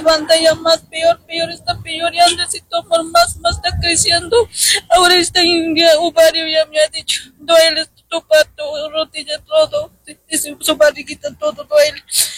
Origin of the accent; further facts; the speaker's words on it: Cusco, Peru; somos de Cusco.